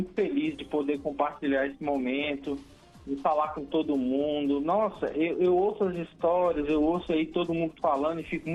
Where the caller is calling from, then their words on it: Brasília, Federal District, Brazil; Eu sou aqui de Brasília, moro aqui no Gama.